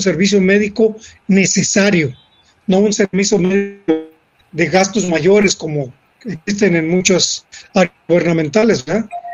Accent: Mexico; también nosotros somos mexicanos

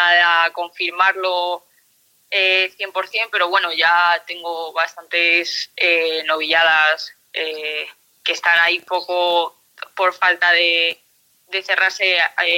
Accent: Madrid, Community of Madrid, Spain; como he dicho antes, soy de Madrid y bueno, la verdad es que creo que todos los madrileños nos tenemos que sentir súper orgullosos, ¿no?

